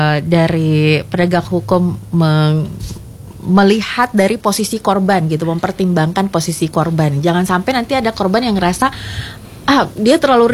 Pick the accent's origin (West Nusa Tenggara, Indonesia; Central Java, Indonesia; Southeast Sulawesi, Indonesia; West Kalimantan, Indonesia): Southeast Sulawesi, Indonesia; kita kan orang Waliyo atau Kepulauan Buton